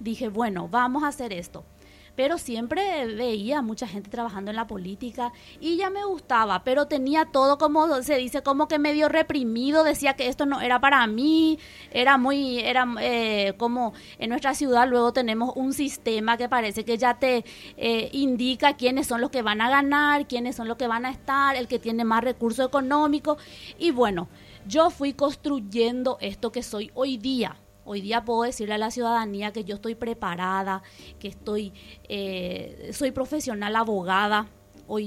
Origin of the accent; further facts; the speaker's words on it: Pedro Juan Caballero, Amambay, Paraguay; born there; yo soy nacida en Pedro Juan Caballero